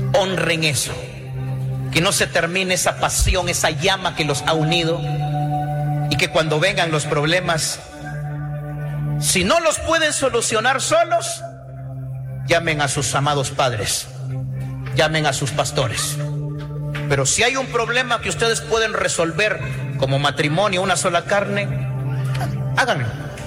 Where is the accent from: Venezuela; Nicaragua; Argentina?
Nicaragua; now in Guatemala; no vio al nicaragüense que venía ahí buscando vida a Guatemala. … a un nicaragüense inmigrante que cantaba bonito